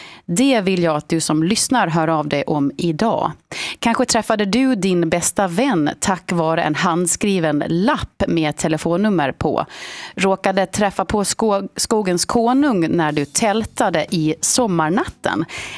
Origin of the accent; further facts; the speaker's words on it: Sweden; när kvinnan då i butiken förstod att vi var från Sverige